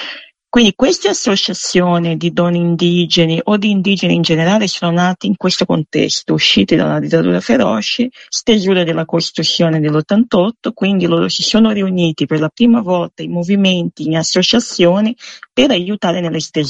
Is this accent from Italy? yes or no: no; Mato Grosso do Sul, Brazil; moved away; una regione da dove vengo io, che è il Mato Grosso do Sul